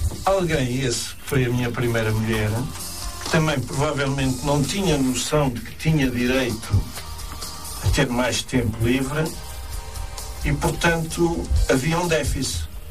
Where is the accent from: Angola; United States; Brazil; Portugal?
Portugal; eu como cidadão português, como português